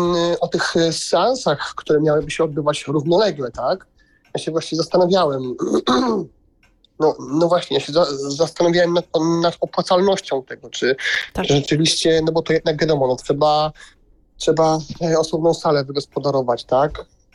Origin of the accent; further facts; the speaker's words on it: Silesian Voivodeship, Poland; now in Katowice, Poland; bo ja akurat jestem ze Śląska, więc tych duża aglomeracja